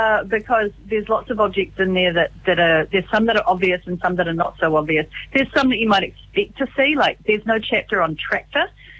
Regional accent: South Island, New Zealand; now in Auckland, New Zealand; we live in Auckland and they don't really grow here, but I have a lot of fondness for the whole concept of quinces from growing up in the South Island.

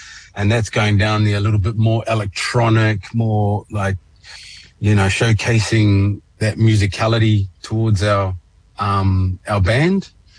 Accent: Opunake, Taranaki, New Zealand; moved away; I was raised in Opunake, out on the coast. So I'm a coastie.

